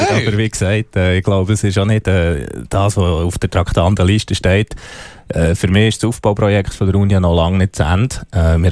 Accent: Bern, Switzerland; für mich als Berner ist es ein Gefühl von Heimat, wenn

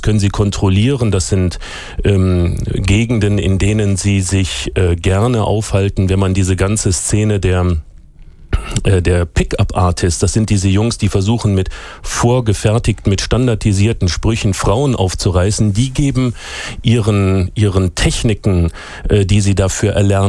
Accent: Rhineland, Germany; born there; Ich bin ja im Rheinland geboren

